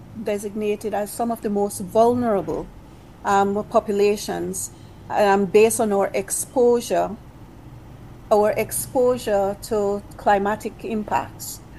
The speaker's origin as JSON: {"language": "English", "country": "Belize"}